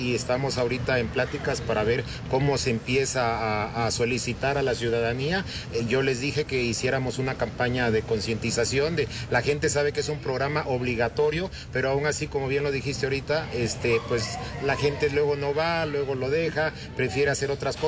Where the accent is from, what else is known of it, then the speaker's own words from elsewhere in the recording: Mexico; como todo mexicano, nos esperamos a los días últimos